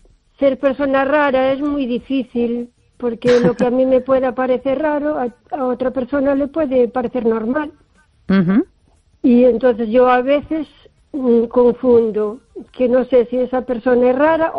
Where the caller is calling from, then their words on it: O Carballiño, Galicia, Spain; de Carballiño.